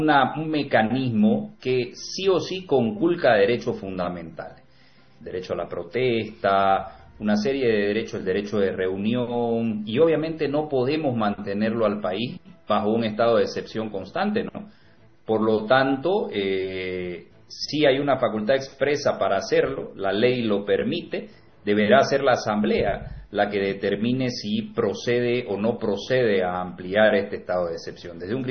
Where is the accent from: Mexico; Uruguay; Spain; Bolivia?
Bolivia